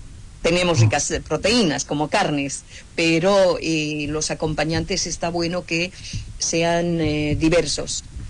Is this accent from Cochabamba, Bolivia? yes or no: yes; Cochabamba, Bolivia; Soy de Cochabamba, hoy el estado plurinacional de Bolivia. Es una zona muy grande de la nación quechua